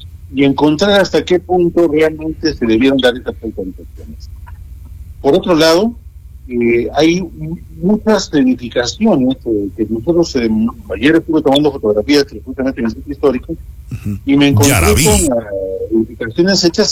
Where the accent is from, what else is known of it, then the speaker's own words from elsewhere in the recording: Arequipa, Peru; nuestra ciudad de Arequipa